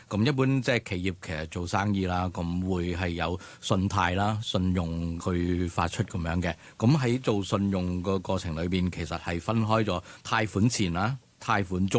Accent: Macau; 咁系嚟自于澳门嘅。咁我本身系澳门人啦

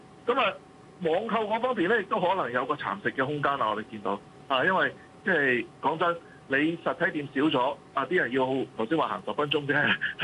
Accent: Hong Kong

